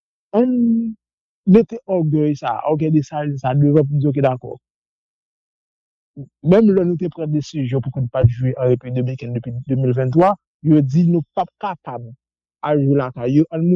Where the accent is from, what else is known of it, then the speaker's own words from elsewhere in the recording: Haiti; nous devons prendre comme leçon en tant que Haïtien